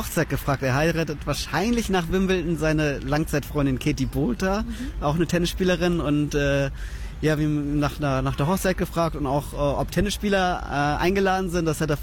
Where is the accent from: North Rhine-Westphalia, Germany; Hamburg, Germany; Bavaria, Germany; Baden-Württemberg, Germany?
Hamburg, Germany; Olympische Spiele in Deutschland und dann noch in meiner Heimatregion in Hamburg.